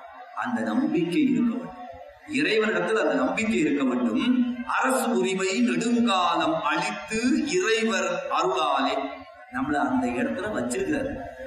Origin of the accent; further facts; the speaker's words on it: Mylapore, Tamil Nadu, India; born there; எங்கயா பிறந்தேன்னு மயிலாப்பூர்ல பிறந்தேன். நீங்க கபாலீஸ்வரன் கோயில் வந்திருக்கீங்களா சார்?